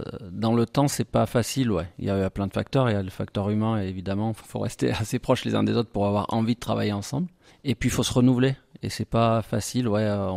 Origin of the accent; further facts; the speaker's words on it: Le Puy-en-Velay, Auvergne-Rhône-Alpes, France; J'ai grandi au Puy.